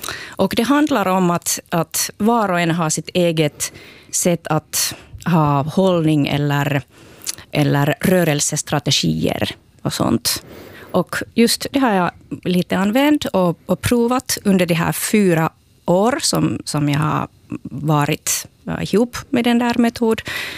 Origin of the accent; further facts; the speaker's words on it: Lahti, Päijänne Tavastia, Finland; born there; jag kommer från Lahtis